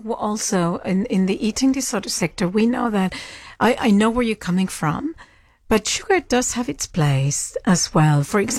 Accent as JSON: {"language": "English", "region": "Buenos Aires", "country": "Argentina", "tie": "born there", "second_language": "English", "said": "I'm actually from Argentina. I was born in Argentina. In Buenos Aires. Yes, so not quite the UK."}